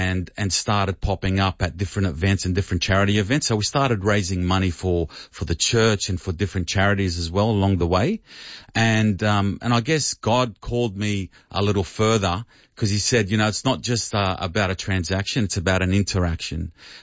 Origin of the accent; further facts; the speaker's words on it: Sydney, New South Wales, Australia; From Roselands.